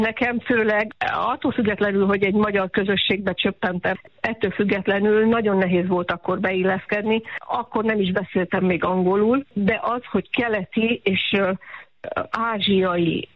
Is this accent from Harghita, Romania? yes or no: no; Cluj-Napoca, Cluj County, Romania; moved away as an adult; now in Hawaii, United States; Kolozsvár mellett egy kis faluban születtem lényegében, és Kolozsváron éltem hosszú ideig.